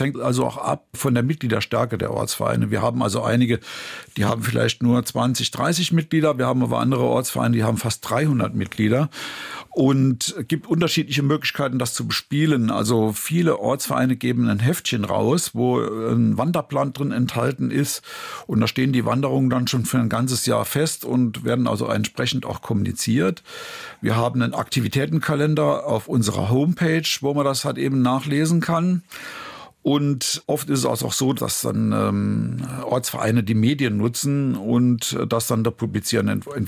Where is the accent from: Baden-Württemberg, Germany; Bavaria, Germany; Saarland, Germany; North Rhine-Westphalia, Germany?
Saarland, Germany; born there